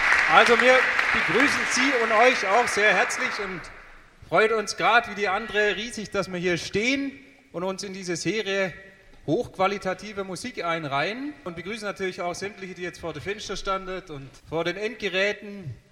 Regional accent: Dornstetten, Baden-Württemberg, Germany; Betty kommt aus Lorenzen-Zimmern und ich komme aus Dornstetten bei Freudestadt.

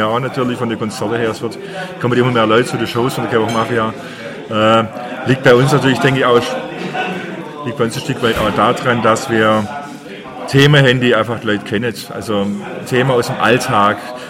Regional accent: Baden-Württemberg, Germany; accent: Swabian; wir sind Schwaber, wir sind im Ländle aufgewachsen und es ist immer so eine Sache, wenn man dann versucht Hochdeutsch, man hört es doch immer Schwäbische und ich will mir das nicht abgewöhnen. Ich sage, ich sing wie ich schwätze und ich liebe das und das soll auch so bleiben.

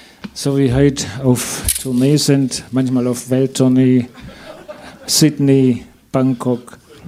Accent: Pfullingen, Baden-Württemberg, Germany; weil wir sind aus Pfullingen.

